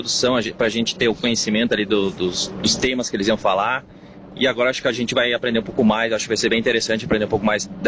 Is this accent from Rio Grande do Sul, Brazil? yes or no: yes; Lajeado, Rio Grande do Sul, Brazil; Sou do Rio Grande do Sul, de Lajeado.